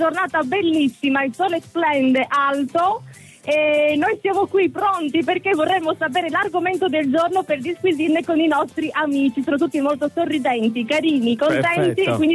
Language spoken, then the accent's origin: Italian; Vienna, Austria; vengo da Vienna, dove c'è una radio, la radio del Penny.